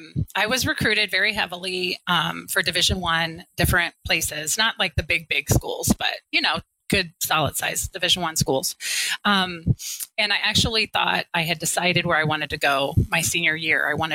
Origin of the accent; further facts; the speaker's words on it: Cincinnati, Ohio, United States; even though I was from Cincinnati.